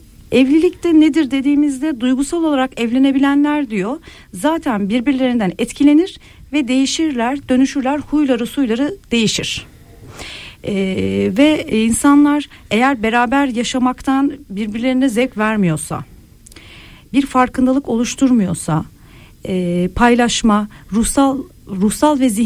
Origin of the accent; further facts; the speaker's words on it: Sivas, Turkey; Sivaslıyız.